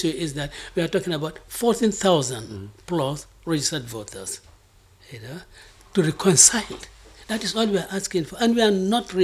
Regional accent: Banjul, Gambia; when I grew up in Half-Die, how can I really think that Wolofs do not deserve anything in this country?

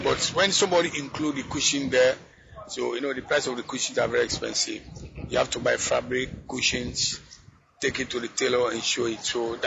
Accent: Sierra Leone; now in Gambia; I'm from Sierra Leone. Okay. I came in Gambia because of the war from Sierra Leone.

